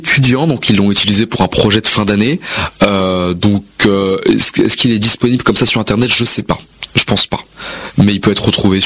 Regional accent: Taverny, Île-de-France, France; Oui, depuis que j'ai 3 ans, que des souvenirs à Taverny, toute mon enfance était à Taverny

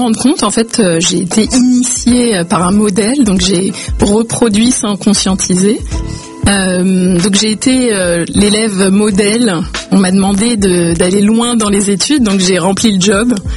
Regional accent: Aubervilliers, Île-de-France, France; moved away as an adult; also born or lived in La Courneuve; j'ai grandi à Aubervilliers et à La Courneuve, mes deux villes... de cœur de ma jeunesse jusqu'à 25 ans. Je suis d'origine algérienne.

